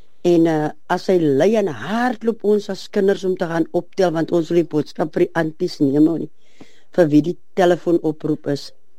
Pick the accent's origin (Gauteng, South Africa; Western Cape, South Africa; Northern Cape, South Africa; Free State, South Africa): Western Cape, South Africa; Mossel Bay; Ek bel uit 'n koue Mosselbaai, reënerige dag in Mosselbaai.